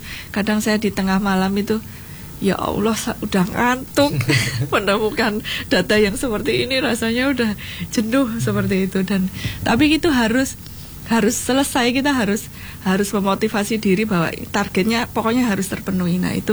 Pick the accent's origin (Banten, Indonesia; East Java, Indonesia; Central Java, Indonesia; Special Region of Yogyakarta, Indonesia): Special Region of Yogyakarta, Indonesia; Yogyakarta; saya ini kan kebetulan hanya orang yang kebetulan lahir di Jogja ya. Lahir dan besar di Jogja